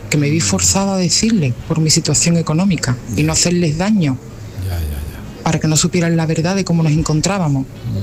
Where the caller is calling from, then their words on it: Huelva, Andalusia, Spain; yo os hablo desde Huelva.